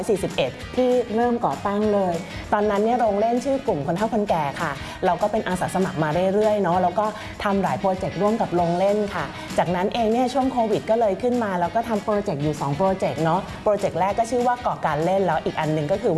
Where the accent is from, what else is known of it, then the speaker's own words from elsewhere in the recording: Bangkok, Thailand; เองนะคะเกิดและเติบโตในกรุงเทพเนาะบ้านก็เป็นบ้านตึกแถว